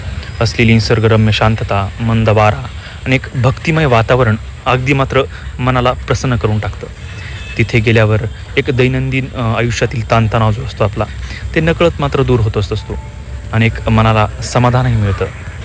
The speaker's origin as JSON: {"language": "Marathi", "town": "Yelda", "region": "Maharashtra", "country": "India", "tie": "born or raised there", "moved": "yes", "said": "तिथून काही अंतरावरतीच माझं मूळ गाव अर्थात येलडा येडेश्वरी मातेच्या पदस्पर्शनं पावन झालेलं आहे. तिथला मी मूळचा निवासी"}